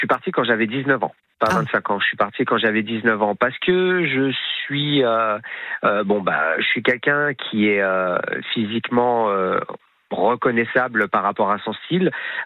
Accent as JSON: {"language": "French", "country": "France", "tie": "born there", "also_born_or_lived": "Canada", "moved": "as an adult", "said": "en tant que Français né en France et qui est parti au Canada quand il était quand même assez jeune et qui vient de revenir en France il y a un mois et demi."}